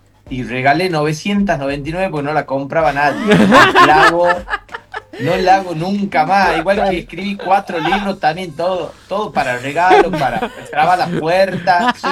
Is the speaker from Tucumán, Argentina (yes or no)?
yes; Famaillá, Tucumán, Argentina; moved away; ni siquiera salir de mi pueblo. Yo soy de Famaillá, yo soy del interior, soy de Tucumán, soy de Famaillá, del interior de Tucumán, soy del interior.